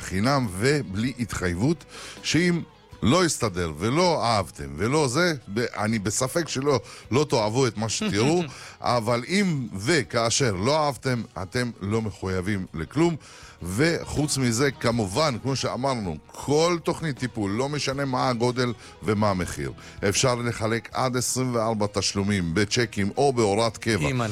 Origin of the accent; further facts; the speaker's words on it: Bat Yam, Tel Aviv District, Israel; אני גם גדלתי בבת ים, דרך אגב.